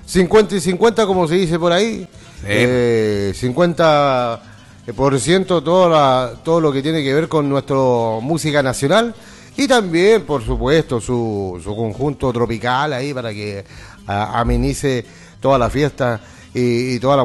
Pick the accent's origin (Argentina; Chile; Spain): Chile